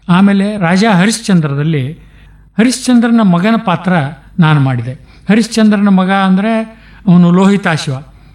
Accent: Sindagi, Karnataka, India; born there; also born or lived in various towns; ನಾನು ಹುಟ್ಟಿದ್ದು ಅಂದಿನ ವಿಜಯಪುರ ಜಿಲ್ಲೆಯ, ಈಗಲೂ ಕೂಡ ಸಿಂದಗಿ ತಾಲೂಕು ಸಿಂದಗಿಯಲ್ಲಿ.

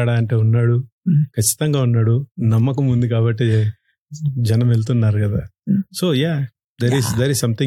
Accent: India; Well, we believe in it, right? So that's the Indian belief. And we pray to the gods, and we go to the temples and we pray to the gods.

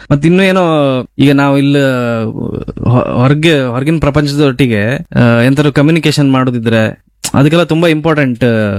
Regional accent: Kundapura, Karnataka, India

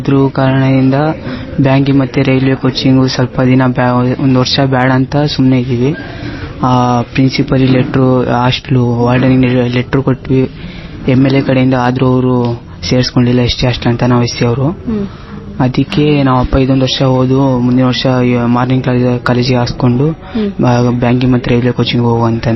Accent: Chikkamagaluru district, Karnataka, India; born there; ನಮ್ಮೂರಲ್ಲಿ MCLD ಹತ್ರ Tarikere taluk, Chikkamagaluru district.

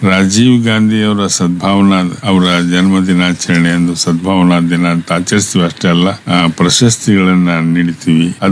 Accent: Gadag, Karnataka, India; ನಾವು ಗದಗಿನವರು

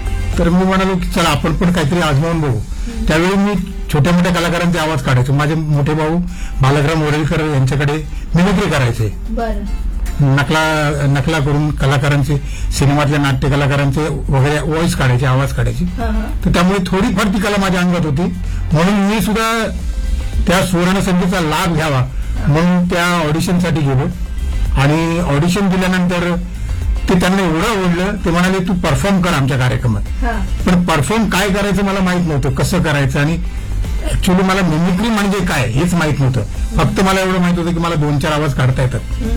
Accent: Mumbai, Maharashtra, India; मी आधी मुंबईत राहायचो. वरळी कोळीवाडा हे माझं गाव, आणि कोळीवाडा म्हटलं की संपूर्ण कोळ्यांचं गाव येते.

